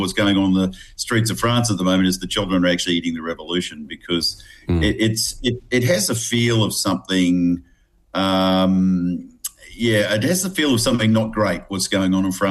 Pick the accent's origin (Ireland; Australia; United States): Australia